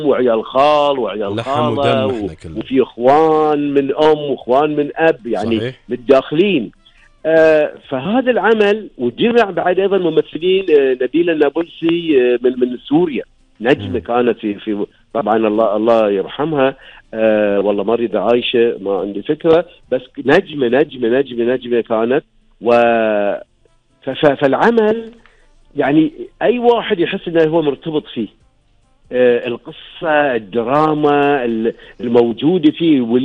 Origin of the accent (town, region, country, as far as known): Kuwait